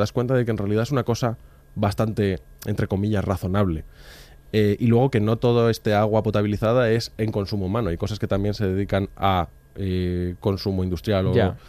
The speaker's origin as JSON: {"language": "Spanish", "town": "Madrid", "region": "Community of Madrid", "country": "Spain", "said": "que como madrileño defiendo aquí a muerte"}